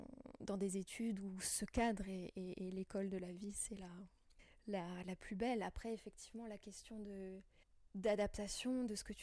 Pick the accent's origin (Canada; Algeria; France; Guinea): France; born or raised there; moved away as an adult; also born or lived in Germany